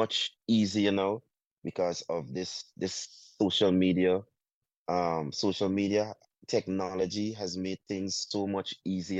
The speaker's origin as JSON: {"language": "English", "country": "Guyana", "said": "I'm happy I'm from Guyana"}